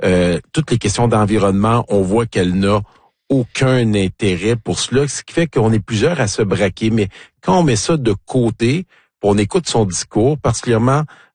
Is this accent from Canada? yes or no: yes; Canada; chez nous, au Canada